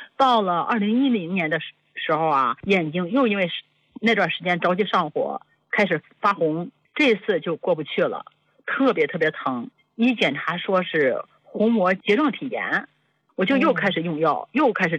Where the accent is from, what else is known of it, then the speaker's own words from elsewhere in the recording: Shijiazhuang, Hebei, China; 胡老师，我是河北石家庄的，今年58岁。